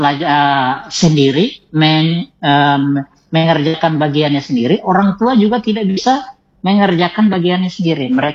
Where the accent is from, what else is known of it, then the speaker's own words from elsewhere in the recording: Mundek, Indonesia; Kampung saya di Mundek. Karena dulu-dulu kampung sekali.